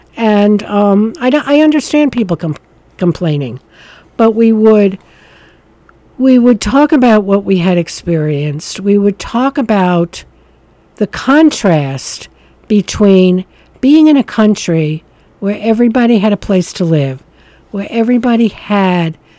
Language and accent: English; Syracuse, New York, United States; moved away as an adult; I come from Syracuse, New York.